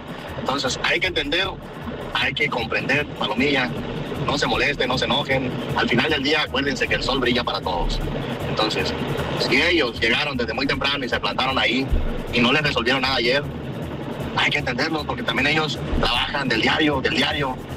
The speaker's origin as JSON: {"language": "Spanish", "country": "Mexico", "said": "uno como mexicano"}